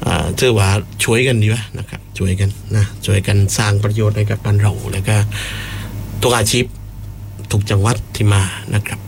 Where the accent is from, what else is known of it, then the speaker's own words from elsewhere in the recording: Phuket, Thailand; ในฐานะคนภูเก็ตคนนึงนะครับผมบรรพบุรุษผม200กว่าปีอยู่ที่ภูเก็ตเราเป็นคนภูเก็ตแต่กำเนิด